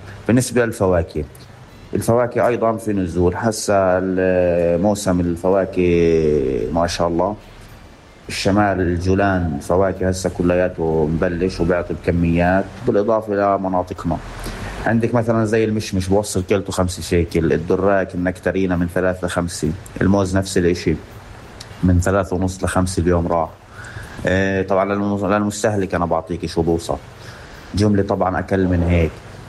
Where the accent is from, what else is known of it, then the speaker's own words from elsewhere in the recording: Qalqilya, West Bank, Palestine; أسعار الخضار والفواكه اليوم عندنا في قلقيلية